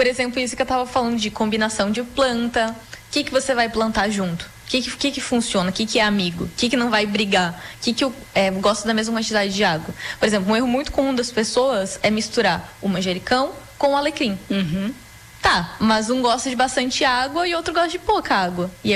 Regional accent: Rio Grande do Sul, Brazil; Sim, não, eu cresci, a minha infância inteira foi no meio do mato, com os meus avós, porque eles moram, né, na roça que a gente fala, com milho, com soja

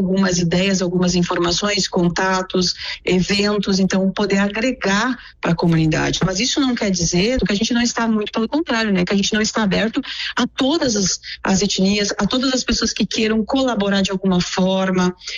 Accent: Faxinal do Soturno, Rio Grande do Sul, Brazil; also born or lived in Italy; então para mim Faxinal do Soturno é a minha casa, né? Poder voltar para a minha cidade, a cidade onde eu cresci, e trazendo uma bagagem e uma experiência de 20 anos de Itália

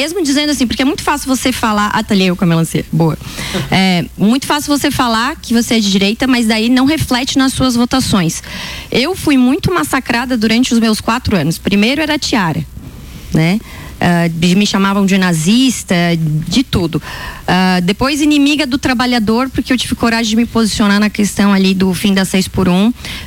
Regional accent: Criciúma, Santa Catarina, Brazil; Eu sou de Criciúma.

